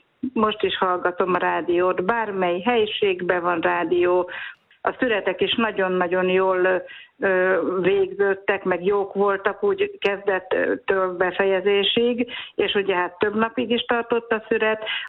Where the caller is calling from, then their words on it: Solt, Bács-Kiskun, Hungary; Bács-Kiskun megyei részről származom, Soltról, és ott nagyon szeretnek mulatni.